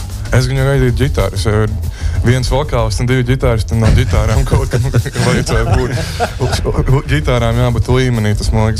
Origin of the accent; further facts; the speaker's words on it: Madona, Vidzeme, Latvia; jā, mēs no Madonas.